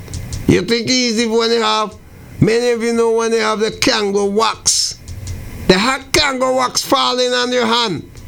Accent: St. Vincent & Grenadines; moved away; back home in St. Vincent and the Grenadines, my hometown

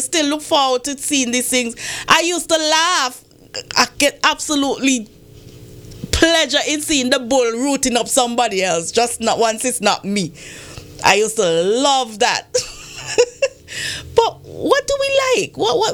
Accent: Montserrat; That was the fun growing up in Montserrat for Christmas.

